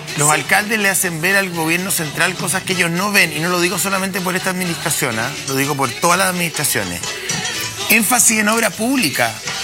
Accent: Chile; las pocas cosas que nos unen como chilenos

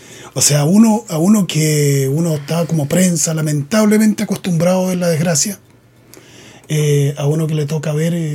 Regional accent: Futaleufú, Los Lagos, Chile; moved away; la que fue un día mi tierra, porque yo nací allá, me crié allá en esa zona, sector El Azul

